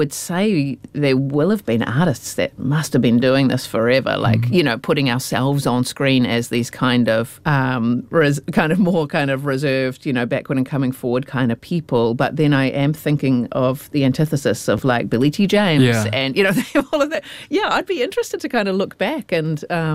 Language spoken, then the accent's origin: English; New Zealand; I'm a Kiwi